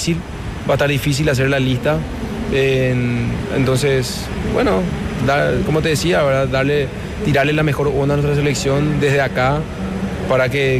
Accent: Paraguay

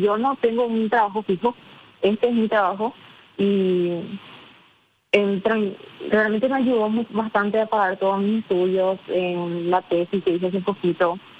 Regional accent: Asunción, Paraguay; Sí, de Asunción, sí.

